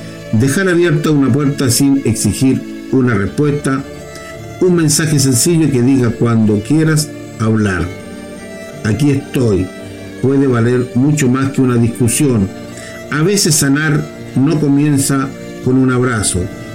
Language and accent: Spanish; Maule, Chile; yo soy chileno, soy del Maule